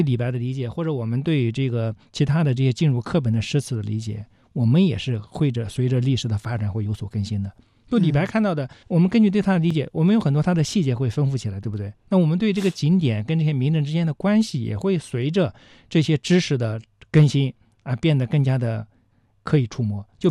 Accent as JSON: {"language": "Chinese", "town": "Fengyang", "region": "Anhui", "country": "China", "tie": "born or raised there", "moved": "yes", "said": "我的老家安徽凤阳"}